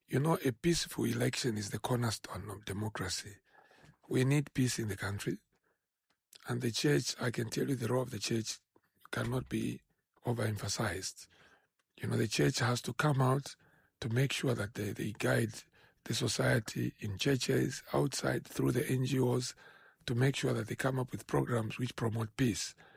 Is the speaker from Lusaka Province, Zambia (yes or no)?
yes; Lusaka, Lusaka Province, Zambia; No, son of Chawama. I was raised in Chawama. I've been in Chawama throughout my life. My family moved to Chawama in 1978 when I was just 5 years old. So I've lived in Chawama all my life. I went to Chawama Primary School from grade 1 to grade 7.